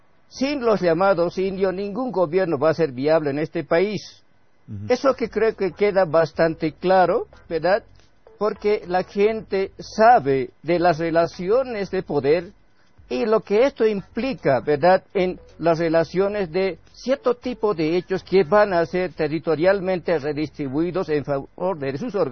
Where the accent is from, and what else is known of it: Bolivia